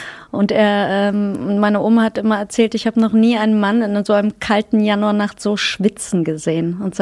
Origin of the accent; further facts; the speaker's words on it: Potsdam, Brandenburg, Germany; also born or lived in Zehdenick; now in Berlin, Germany; Hier Zedenick geboren, Potsdam aufgewachsen und dann in den Osten von Berlin gezogen, immer noch Ossi, ja.